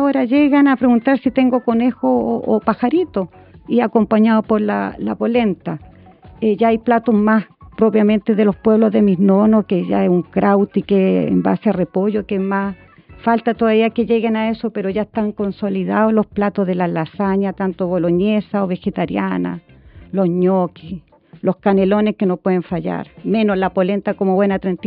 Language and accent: Spanish; Vicuña, Coquimbo, Chile; born there; moved away; also born or lived in southern Chile; Cuando me vine a Vicuña en el 2019, cuando retorno a mi tierra